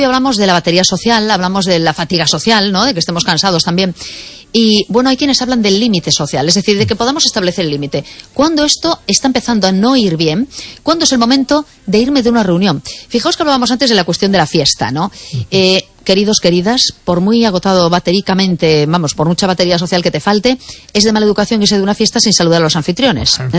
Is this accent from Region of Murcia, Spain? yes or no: no; A Coruña, Galicia, Spain; now in Vigo, Spain; yo soy coruñesa